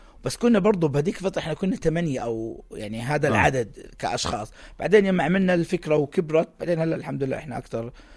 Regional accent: Jordan; احنا نكون بايز عشان اردنيين،

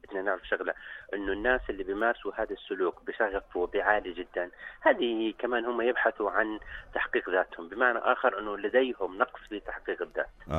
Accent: Jordan; إحنا كمجتمع أردني

